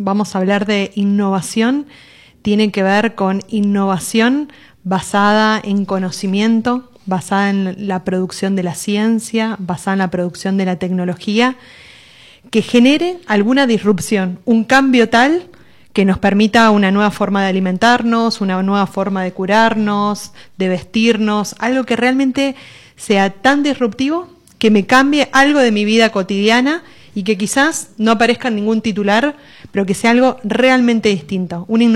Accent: Santa Fe, Argentina

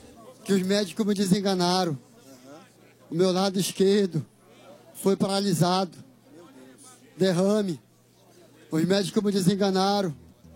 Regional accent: Brejo, Pará, Brazil; Hoje eu estou aqui. Eu não sou daqui. Eu sou da cidade de Brejo, estado do Pará. Distante daqui

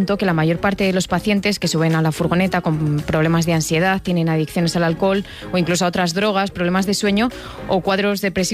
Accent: Gabaldón, Castilla-La Mancha, Spain; Gabaldón, en Cuenca.

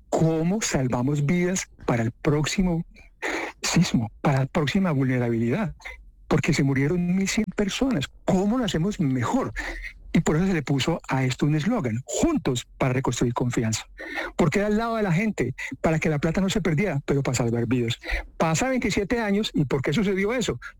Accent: Armenia, Quindío, Colombia; Yo acabo de llegar de mi tierra, yo soy de Armenia.

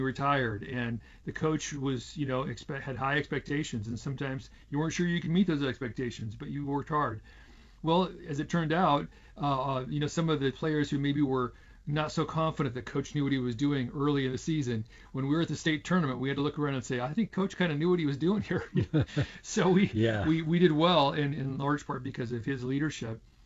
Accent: Seattle, Washington, United States; born or raised there

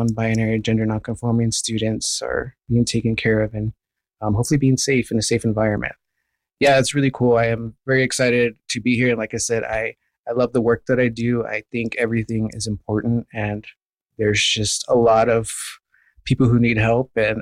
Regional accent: Texas, United States; moved away as an adult; now in New Mexico, United States; I'm originally from Texas, and I moved to New Mexico in 2020.

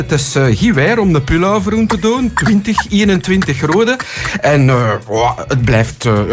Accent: Pajottenland, Flanders, Belgium; ik ben opgegroeid in het Brusselse, in het Pajottenland.

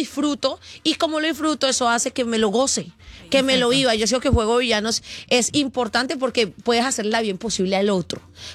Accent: Colombia; A eso le saqué mucho jugo en mi país.

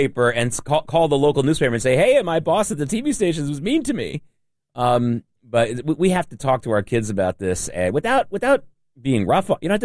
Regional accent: Norfolk, Virginia, United States; now in New York, United States; Before I came to New York, I was growing up in Norfolk, Virginia.

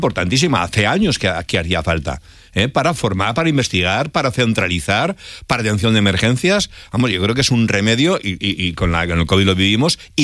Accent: Zaragoza, Aragon, Spain; born there; now in Canary Islands, Spain; hace 67 años hoy que nací en Zaragoza, hoy es mi cumpleaños.

